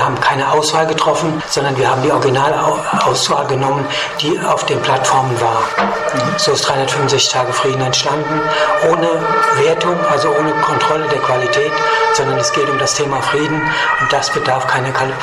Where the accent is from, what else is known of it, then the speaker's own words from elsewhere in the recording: Bingen am Rhein, Rhineland-Palatinate, Germany; also born or lived in South America / Israel / India; Aus Bingen am Rhein, ursprünglich aus Bingen am Rhein und bin dann in verschiedenen Stationen Deutschlands und Südamerikas gewesen, auch Israel, Indien und so weiter und so fort.